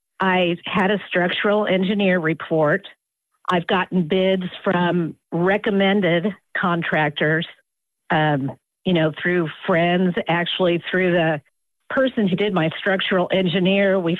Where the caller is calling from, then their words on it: Kansas City, Missouri, United States; I'm from Kansas City, Missouri, and I have a 100-year-old home a Tudor style that needs foundation repair.